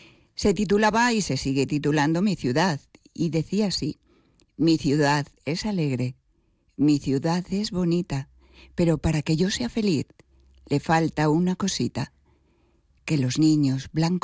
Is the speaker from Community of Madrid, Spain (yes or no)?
yes; Alcalá de Henares, Community of Madrid, Spain; born there; moved away as an adult; now in Torrejón de Ardoz, Spain; nací aquí en Alcalá y cuando me casé a los 18 años me fui a vivir a Torrejón, que es de donde yo vivo ahora. Uh-huh. Yo siempre digo que soy alcalaína de nacimiento y Torrejón, y de Torrejón hija adoptiva